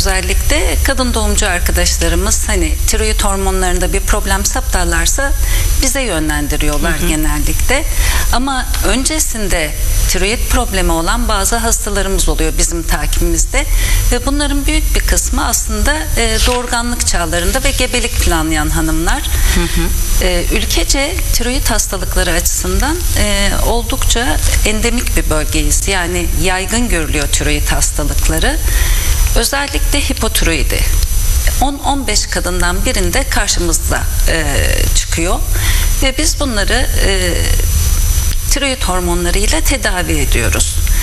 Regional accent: Ankara, Turkey; moved away as an adult; also born or lived in Kayseri; now in Aydın, Turkey; 1966 Ankara doğumluyum. İlk ve orta öğretimimi Ankara'da tamamladıktan sonra Erciyes Üniversitesi'nde tıp ihtisası yaptım. Ardından yan dal ve dahiliye ihtisasını Adnan Menderes Üniversitesi'nde Aydın'da tamamladım.

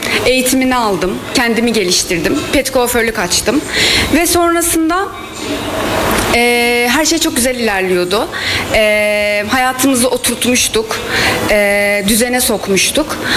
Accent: Sinop, Turkey; moved away as an adult; Ben aslen Sinopluyum. Ama 2018 yılında evlenince eşim buraya meslek olarak atandı.

